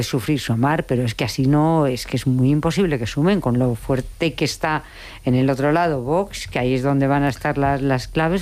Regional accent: Madrid, Community of Madrid, Spain; Yo no tengo ese sentimiento porque no, soy de Madrid, yo no tengo ese sentimiento

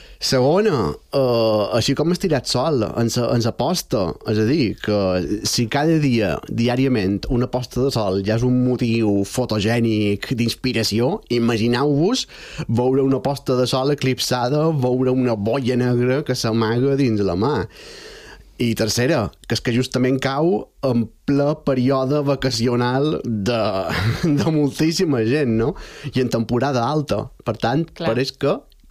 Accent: Balearic Islands, Spain; Jo soc de Zoia

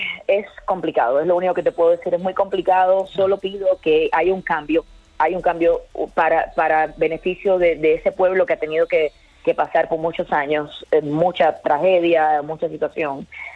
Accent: Cuba; un momentico donde puedan desconectar de todas las cosas difíciles que hemos tenido que pasar como cubanos.

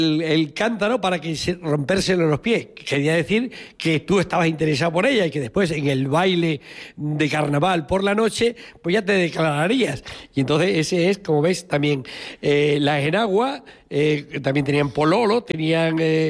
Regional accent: Santiago de Alcántara, Extremadura, Spain; como yo soy de Santiago de Alcántara, en la provincia de Cáceres, bueno, pues tenemos el de los carnavales, que no se celebraban en Extremadura como se celebran hoy los carnavales.

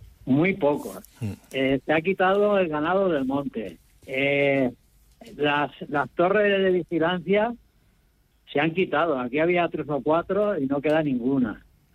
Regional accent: Castilla-La Mancha, Spain; Bueno, yo soy de Castilla-La Mancha, uh-huh. Un pueblo pegado a Albacete, y aquí hemos tenido dos incendios.

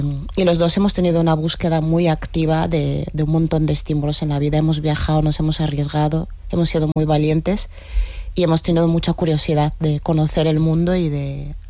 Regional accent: Guinea-Bissau

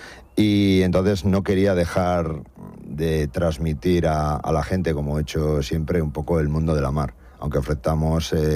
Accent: Colindres, Cantabria, Spain; Yo soy de Colindres.

